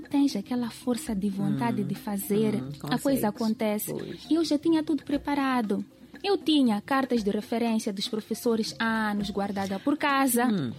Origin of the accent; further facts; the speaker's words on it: Mozambique; Eu creio que nós, enquanto moçambicanos